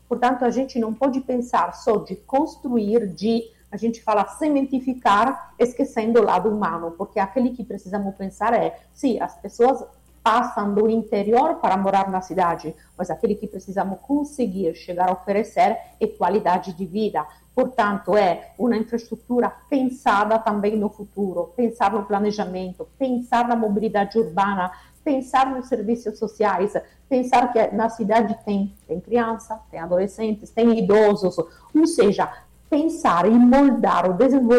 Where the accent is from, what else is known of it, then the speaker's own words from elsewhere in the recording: Italy; moved away as an adult; now in Fortaleza, Brazil; Eu sou italiana, mas me considero totalmente cearense. Eu moro aqui há mais de 13 anos